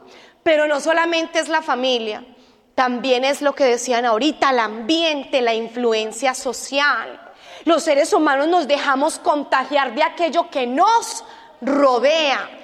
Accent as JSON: {"language": "Spanish", "region": "Antioquia", "country": "Colombia", "moved": "yes", "said": "los paisas, los que somos de Antioquia, nos caracterizamos, y hay un refrán por ahí que dice, un paisa no se vara."}